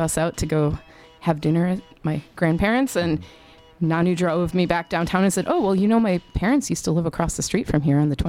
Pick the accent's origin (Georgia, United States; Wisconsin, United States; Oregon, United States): Wisconsin, United States; Milwaukee; also born or lived in Madison; My whole life has been back and forth between Madison and Milwaukee. My parents met here. I was born in Madison. The day I was born, my dad got word on a job, and so we moved over to Washington Boulevard.